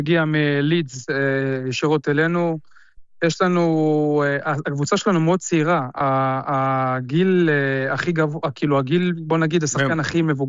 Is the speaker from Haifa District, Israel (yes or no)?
yes; Haifa, Haifa District, Israel; אני גדלתי בישראל, אני בחיפה, אני לא ידעתי מרומניה, בחיים גם לא הייתי ברומניה לפני